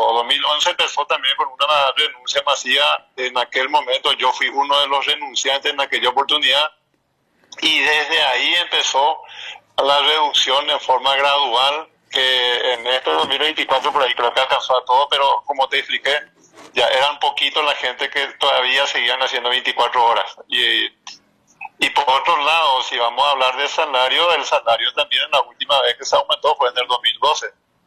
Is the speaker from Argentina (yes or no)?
no; Sapucaí, Paraguarí, Paraguay; born there; now in Paraguarí, Paraguay; Yo soy del noveno departamento, nacido en Sapucaí y vivo en Paraguarí.